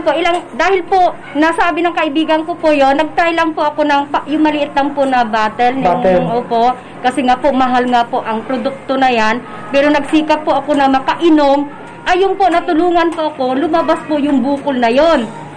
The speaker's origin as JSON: {"language": "Tagalog", "town": "Mansalay", "region": "Mimaropa", "country": "Philippines", "said": "taga Santa Brigida, Mansalay, Oriental, Mindoro."}